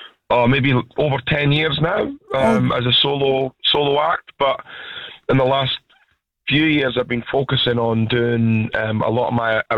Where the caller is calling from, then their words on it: Wanaka, Otago, New Zealand; I'm calling from Wanaka, mate.